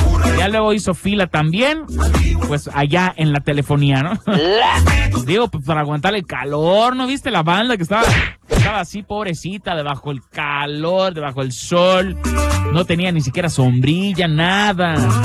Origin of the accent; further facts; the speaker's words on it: Mexico; Así somos los mexicanos, todo el último día.